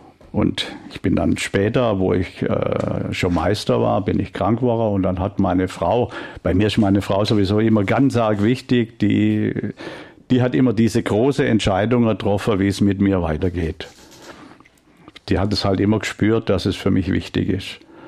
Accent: Weiler in den Bergen, Baden-Württemberg, Germany; Bin geboren in Weiler in den Bergen. Das ist noch kleineres Kuhnest. Bin also unter Bauern aufgewachsen

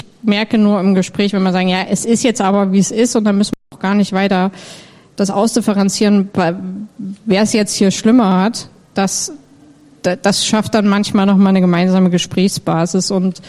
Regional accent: Dresden, Saxony, Germany; Jetzt bin ich in Dresden aufgewachsen und muss sagen, ja, naja, also Stadt ist das jetzt

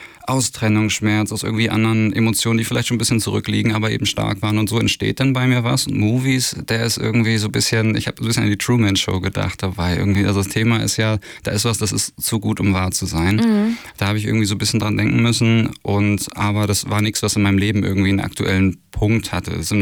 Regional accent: Schleswig-Holstein, Germany; moved away as an adult; also born or lived in Elmshorn; now in Hamburg, Germany; Ich komme aus Imshorn, in der Nähe geboren, in der Nähe aufgewachsen und dann in die gruselige große Stadt Imshorn gezogen. Und jetzt ist Hamburg die nächste große gruselige Stadt.

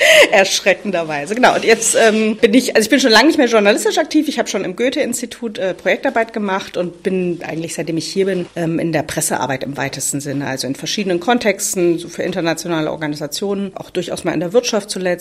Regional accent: Thuringia, Germany; now in Dresden, Germany; aber ich komme natürlich aus Thüringen und ich bin Thüringerin und das bleibe ich auch den Rest meines Lebens, auch wenn ich vermutlich in Sachsen alt werde.

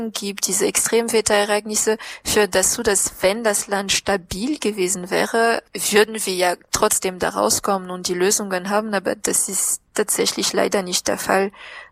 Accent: Madagascar; Ich komme, wie gesagt, aus dem Südosten und das ist die Nachbarregion von der Region Anjouy, heißt es.

